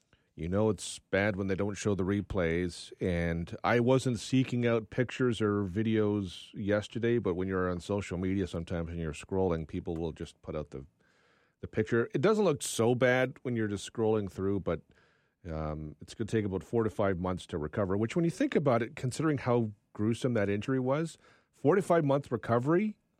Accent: Canada; I know, obviously, I'm Canadian. I'm a little biased here

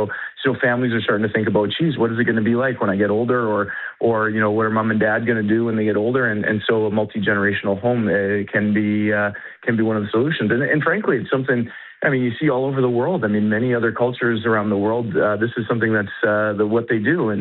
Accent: Canada; one of the nice benefits of being Canadian is

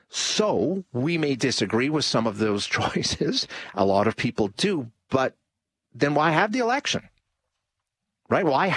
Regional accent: Edmonton, Alberta, Canada; also born or lived in Saskatchewan / Calgary; I lived in Saskatchewan for a few years. I lived in Calgary for a few years when I was, you know, in the early days of my career. But I grew up in Edmonton Gold Bar. I live in Edmonton Gold Bar now. Like, 90% of my life, more than 90% of my life has been spent in this neighborhood.

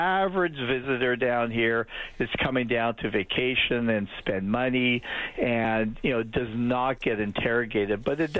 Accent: Canada; So even though I am a Canadian, I'm not a Canadian lawyer.

